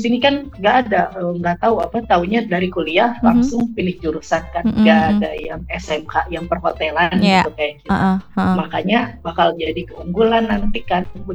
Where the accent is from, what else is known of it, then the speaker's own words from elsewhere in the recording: Soreang, West Java, Indonesia; moved away as an adult; now in Moscow, Russia; Sebelum ke Ciwidey itu kan tol paling terakhirnya di tol Soreang. Saya di situ di Soreang.